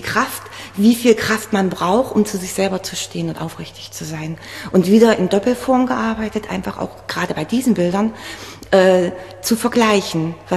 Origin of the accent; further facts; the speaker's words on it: Saxony-Anhalt, Germany; also born or lived in Sangerhausen; Ich bin 46 Jahre alt, in Sangerhausen geboren, in der wunderschönen Goldenen Aue aufgewachsen